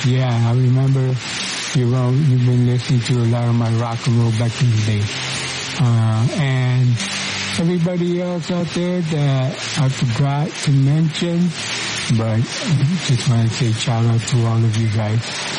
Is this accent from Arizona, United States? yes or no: yes; Arizona, United States; Hightown, my hometown.